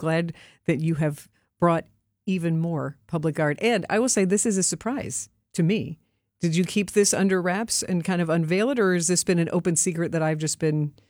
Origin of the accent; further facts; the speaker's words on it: Louisville, Kentucky, United States; North side. I grew up in Louisville.